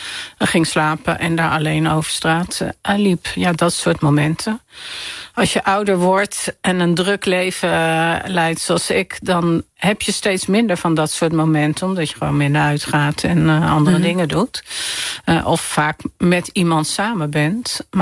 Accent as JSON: {"language": "Dutch", "town": "Amsterdam", "region": "North Holland", "country": "Netherlands", "tie": "born or raised there", "said": "Nee, ik ben in Amsterdam opgegroeid. Heel veel uitgegaan. We zijn opgegroeid in Amsterdam-West."}